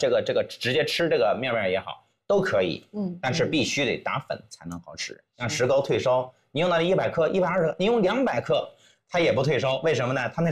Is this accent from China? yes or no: yes; China; 韩国人的压力实际上比我们中国人的压力要大，